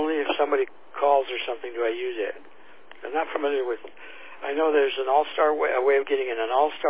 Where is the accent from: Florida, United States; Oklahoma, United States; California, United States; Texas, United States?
Texas, United States; born there; moved away; Well, I was born in Texas. I have a lot of folks there, so we do go there, and then I've been up towards Colorado and whatnot.